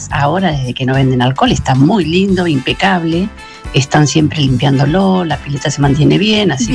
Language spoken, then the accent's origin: Spanish; Bahía Blanca, Buenos Aires Province, Argentina; also born or lived in Neuquén; Yo me crié en el barrio Maldonado, fui a la escuela 24 en el barrio Maldonado.